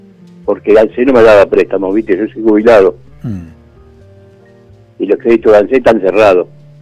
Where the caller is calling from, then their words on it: General Rodríguez, Buenos Aires Province, Argentina; De General Rodríguez.